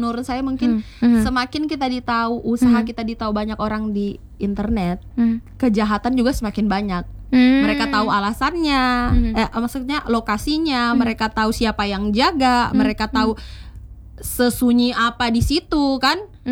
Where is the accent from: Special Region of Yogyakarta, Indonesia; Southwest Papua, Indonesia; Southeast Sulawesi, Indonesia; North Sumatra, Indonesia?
Southeast Sulawesi, Indonesia; Kendari; moved away as an adult; now in Andonohu, Kendari, Indonesia; kami baru 2 tahun tinggal di Andonohu. Saya lahir besar di Kota Lama. Anak kolam.